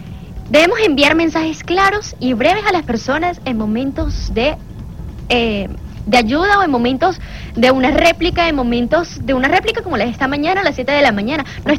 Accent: Venezuela; que como venezolanos hemos atravesado

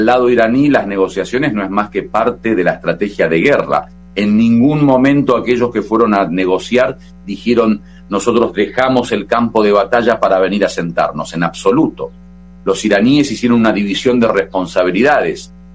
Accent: Argentina; also born or lived in Iran; como argentino que tuvo esa experiencia de vivir tantos años en Irán y de conocer tan de cerca la causa iraní

